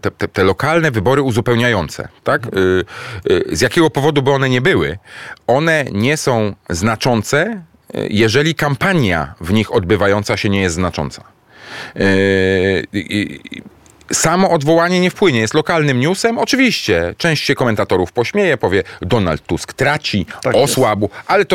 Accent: Warsaw, Masovian Voivodeship, Poland; Nie, ja jestem z Warszawy

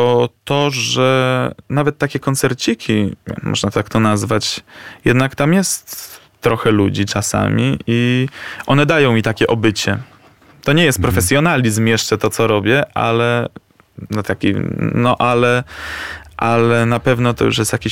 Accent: Lublin, Lublin Voivodeship, Poland; u nas w Lublinie

